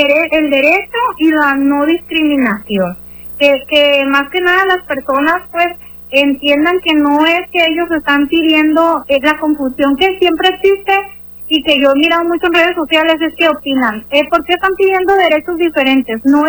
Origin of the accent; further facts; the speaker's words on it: Mexico; estamos exigiendo los derechos que ya hay para todos, como personas, como humanos, como ciudadanos y como mexicanos.